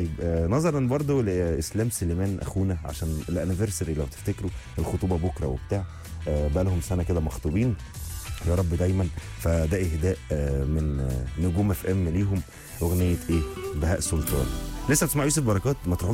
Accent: Alexandria, Alexandria Governorate, Egypt; من اسكندريه

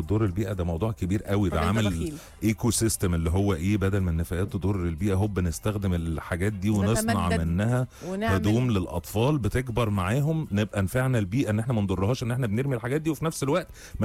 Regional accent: Egypt; now in South Africa; مساء الخير، … من مصر ومقيم في جنوب افريقيا بس بعشق الاكل

